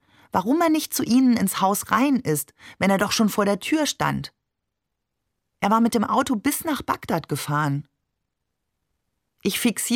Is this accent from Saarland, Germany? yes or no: yes; Saarbrücken, Saarland, Germany; Wo auch immer wir Heiligabend verbrachten, bei uns in Saarbrücken gab es jedes J